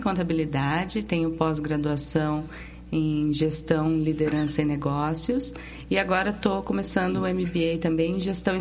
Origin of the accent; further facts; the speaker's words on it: Paranaguá, Paraná, Brazil; born there; moved away as an adult; now in Curitiba, Brazil; Eu sou de Paranaguá, já estou aqui em Curitiba fazem 12 anos